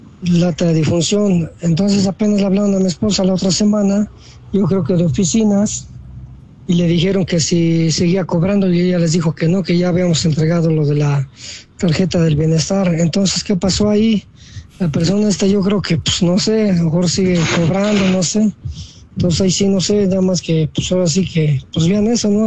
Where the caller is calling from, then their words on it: Coronango, Puebla, Mexico; somos de aquí de Coronango, de Misión San Francisco